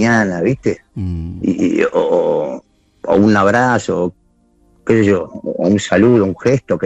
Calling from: La Matanza, Buenos Aires Province, Argentina; Y ahora estoy en La Matanza.

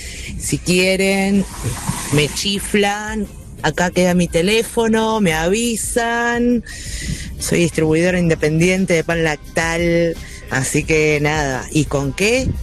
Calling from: San Isidro, Buenos Aires Province, Argentina; de San Isidro, 329.

